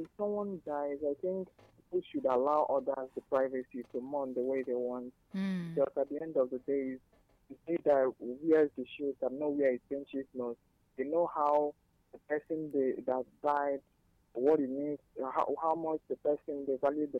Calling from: Anambra, Nigeria; I'm in Anambra.

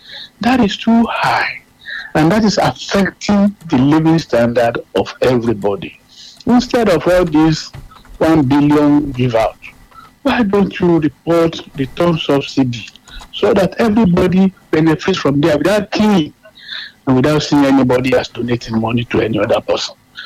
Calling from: Ibadan, Oyo, Nigeria; calling from Ibadan.

